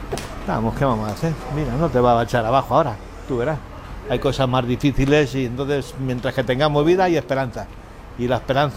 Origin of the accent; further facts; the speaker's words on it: Casillas, Spain; Mira, yo soy de Casillas, un pueblo que además han parado el fuego